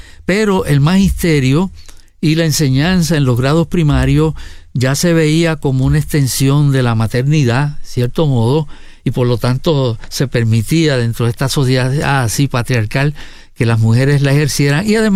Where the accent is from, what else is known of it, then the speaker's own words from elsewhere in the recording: Corozal, Puerto Rico; no había escuela superior en Corozal, en mi pueblo